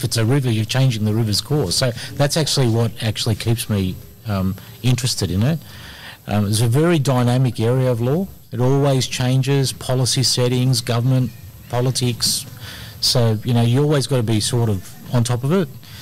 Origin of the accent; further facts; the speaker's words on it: Rozelle, New South Wales, Australia; Yeah, I grew up in Roselle. I went to Leichhardt High. I went to Sydney Uni.